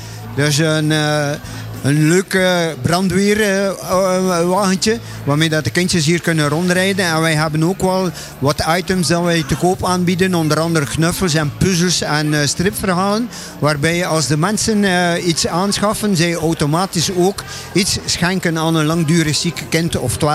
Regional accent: Roeselare, Flanders, Belgium; Ja, inderdaad. We zijn van Roeselaar.

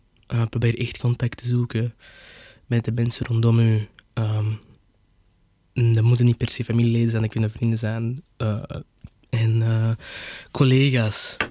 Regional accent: Belgium; ik heb ooit gelezen dat Belgen gevoeliger zijn, want ik ben ook een Belg

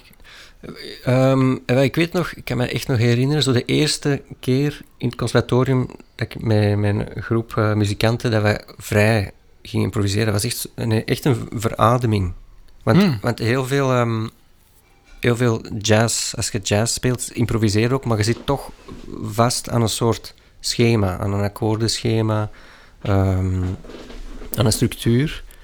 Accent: Flanders, Belgium; moved away as an adult; also born or lived in Brooklyn, New York

